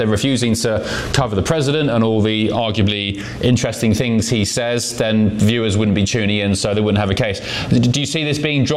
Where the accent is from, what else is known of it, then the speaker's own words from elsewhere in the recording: United Kingdom; And I would argue, as a Brit, not my country, not really my place to say